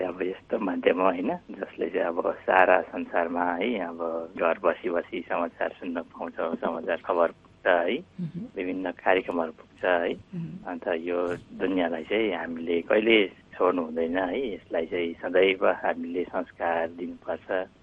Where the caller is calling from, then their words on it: Gangtok, Sikkim, India; सिक्किम गान्तोकबाट।